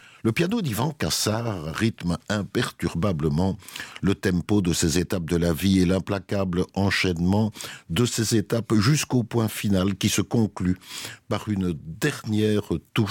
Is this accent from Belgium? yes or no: yes; Brussels, Brussels-Capital Region, Belgium; chez nous, à Bruxelles